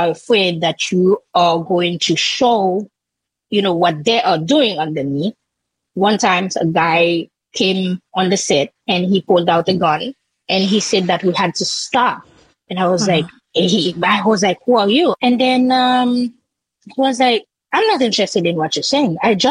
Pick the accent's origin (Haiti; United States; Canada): Haiti; Jacmel, Sud-Est; And the road leading to my Jacmel, my hometown, was closed through Martissant, which is like, you know, a very big region in Port-au-Prince.